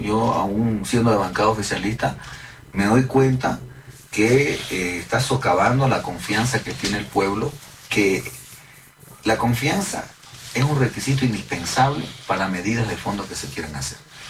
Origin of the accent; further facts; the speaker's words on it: Bolivia; como legisladores, como bolivianos, todos